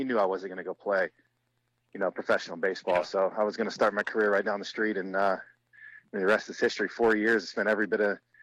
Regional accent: Louisiana, United States; Yeah, I grew up in Louisiana. Just baseball, you know, was in the blood.

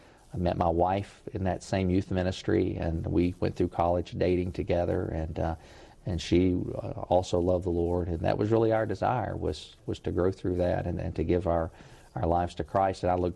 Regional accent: Lexington, Kentucky, United States; My background, growing up in Lexington, I'm in my hometown.

